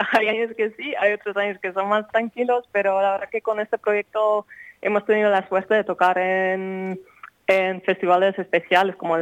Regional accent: Netherlands; Spanish is a second language; moved away as an adult; also born or lived in Pamplona, Spain; now in Oviedo, Spain; de Holanda, estudié en el Conservatorio de Maastricht.

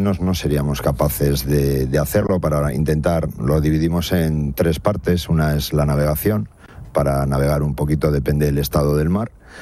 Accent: Colindres, Cantabria, Spain; Yo soy de Colindres. Me gustan las dos vistas.

